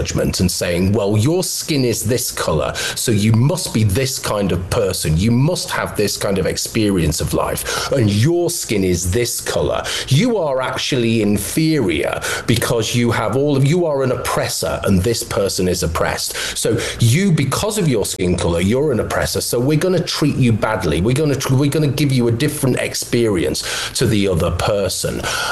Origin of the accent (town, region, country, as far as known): Manchester, North West England, United Kingdom